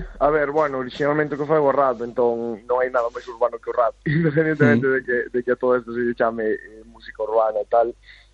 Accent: Galicia, Spain; first language Galician

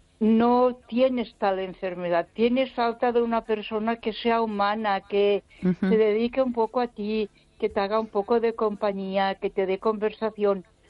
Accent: Ponferrada, Castile and León, Spain

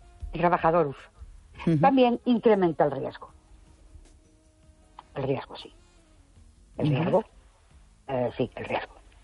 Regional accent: Ourense, Galicia, Spain; Buenas noches … de Ourense.

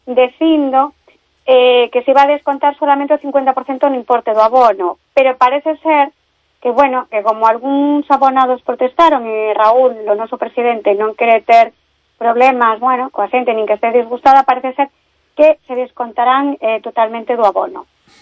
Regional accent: Galicia, Spain; Son moi galega, ¿no?

